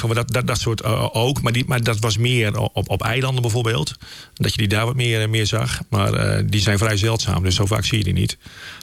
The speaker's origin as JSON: {"language": "Dutch", "country": "Netherlands", "tie": "born there", "said": "Nee, ik ben gewoon geboren in Nederland, maar er zit wel een Duitse roots en een Duitse familie achter. En er is nog steeds Duitse familie in Duitsland uiteraard."}